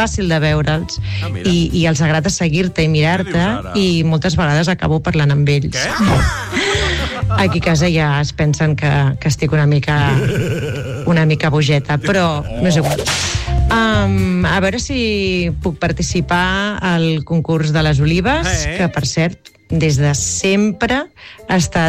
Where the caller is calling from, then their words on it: Valldoreix, Catalonia, Spain; de Valldoreix.